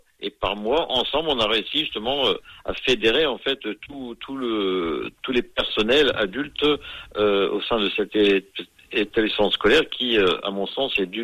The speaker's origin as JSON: {"language": "French", "region": "the north of France", "country": "France", "tie": "born or raised there", "moved": "as an adult", "lives_now": "Marseille, France", "said": "moi, je suis natif du nord de la France"}